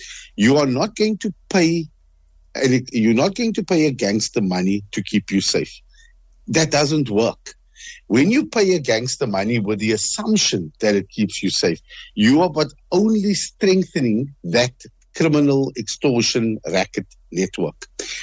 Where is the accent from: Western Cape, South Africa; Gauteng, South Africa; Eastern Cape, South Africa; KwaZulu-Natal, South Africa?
Western Cape, South Africa; no, I'm from Manenberg, or no, I'm from Mitchell's Plain, or no, I'm from Bontville